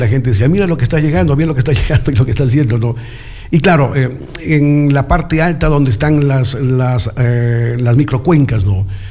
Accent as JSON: {"language": "Spanish", "town": "Chuquibamba", "region": "Arequipa", "country": "Peru", "said": "Bueno, a nosotros tampoco, y soy de Chuquibamba, ingeniera, a nosotros tampoco nos indicaron, ¿no?"}